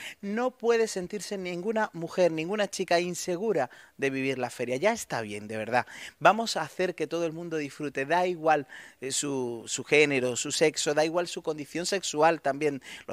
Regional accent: Málaga, Andalusia, Spain; nosotros somos la gente de Málaga

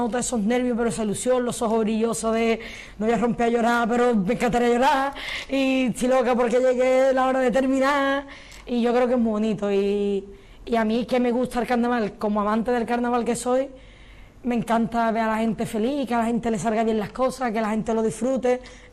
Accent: Cádiz, Andalusia, Spain; la gente que somos de Cádiz, que nos gusta el carnaval

